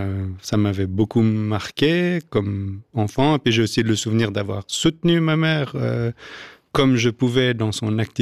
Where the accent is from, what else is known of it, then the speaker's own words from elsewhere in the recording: England, United Kingdom; Je pense que j'ai grandi en Angleterre, donc c'est quand je rentre au UK, je suis à la maison. Donc c'est là où j'ai passé mon enfance.